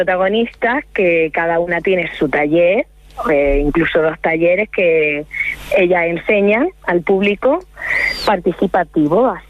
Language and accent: Spanish; Caravaca de la Cruz, Region of Murcia, Spain; yo que soy aquí de Caravaca